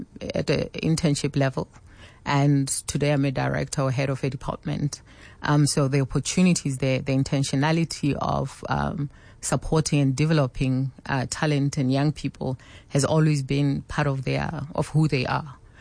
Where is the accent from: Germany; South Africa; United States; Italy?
South Africa; Sharpeville, Gauteng; also born or lived in Sasolburg; I grew up in Sharpeville, mixture of Sasolburg also. That's where my father is from. And yeah, I'm a Vaal girl through and through.